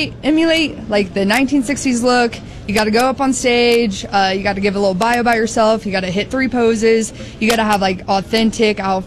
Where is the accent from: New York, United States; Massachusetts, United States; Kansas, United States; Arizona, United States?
Kansas, United States; Russell, Hays; moved away as an adult; I'm actually from Kansas.